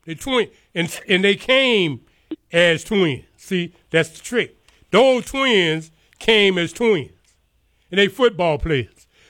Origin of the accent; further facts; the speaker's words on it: Texas, United States; moved away; I'm from East Texas.